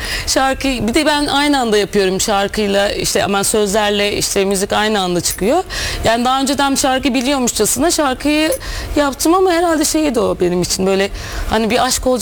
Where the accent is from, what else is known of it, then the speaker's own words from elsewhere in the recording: Adana, Turkey; moved away as an adult; now in Istanbul, Turkey; Adanalıyım. Orada okudum, bitirdim.